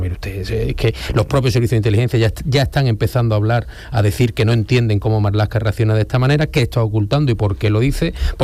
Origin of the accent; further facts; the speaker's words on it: Spain; A mí como español